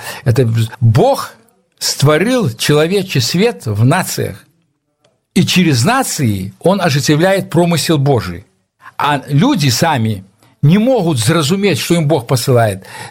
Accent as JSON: {"language": "Russian", "country": "Belarus", "said": "Я доведался то, что я белорус первый раз, когда учился в этом, осмысленно, когда учился уже в институте, в МВТУ в Москве приехал"}